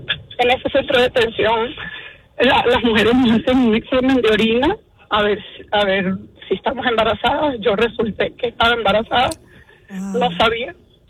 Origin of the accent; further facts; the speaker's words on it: Venezuela; now in United States; Actualmente yo tengo asilo pendiente, soy de Ven